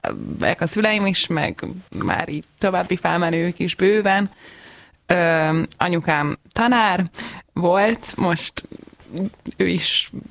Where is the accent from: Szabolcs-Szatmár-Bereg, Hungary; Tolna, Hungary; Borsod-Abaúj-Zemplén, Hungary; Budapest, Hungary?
Budapest, Hungary; tehát Újlipót városban nőttem föl, nekem egy ilyen elég nagy családom